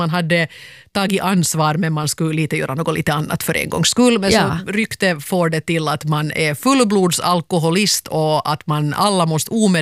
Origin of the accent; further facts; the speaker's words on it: Finland; Nej, man blir tyvärr inte jätterik som finlandssvensk författare.